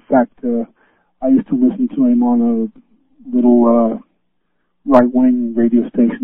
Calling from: Boulder, Colorado, United States; I'm calling you from Boulder, Colorado.

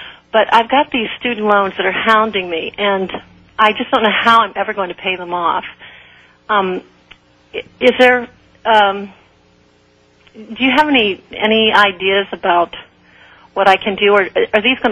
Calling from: Maine, United States; Hi, I'm calling from Maine

